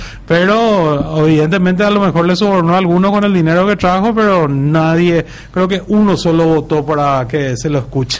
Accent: Paraguay

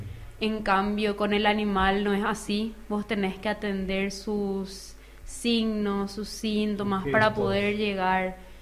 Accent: Encarnación, Itapúa, Paraguay; Sí, también. De Encarnación.

